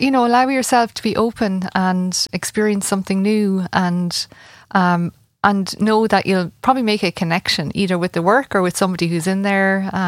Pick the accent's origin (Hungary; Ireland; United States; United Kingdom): Ireland; And like, I'm an Irish speaker and I taught for over 10 years in the Gaelic school. And so I'm still really, I love the Irish language. And I'm passionate about being Irish, yeah.